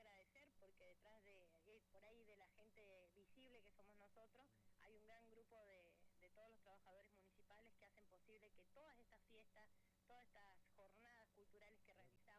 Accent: Añelo, Neuquén, Argentina; Nuestra historia que tenemos en Añelo

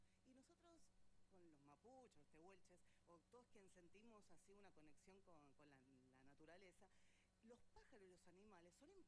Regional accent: Buenos Aires, Argentina; also born or lived in Neuquén; ahí yo me crié en Buenos Aires y ahora vuelvo.

